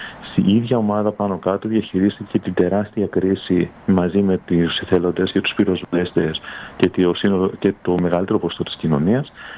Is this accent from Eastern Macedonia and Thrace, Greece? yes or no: no; Pollonia, South Aegean, Greece